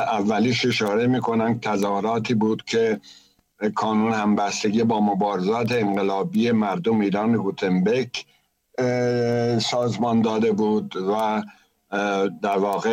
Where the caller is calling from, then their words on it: Gothenburg, Västra Götaland, Sweden